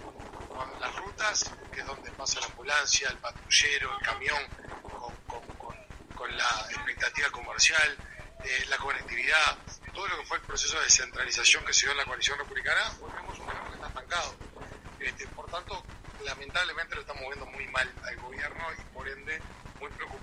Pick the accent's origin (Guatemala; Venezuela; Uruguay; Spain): Uruguay